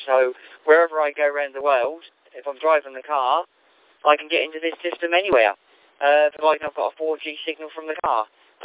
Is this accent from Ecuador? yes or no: no; Ipswich, East of England, United Kingdom; now in Bristol, United Kingdom; I'm not from around here. I'm from Ipswich originally, and I live in Bristol. Bit weird, really. I'm in the middle of both places.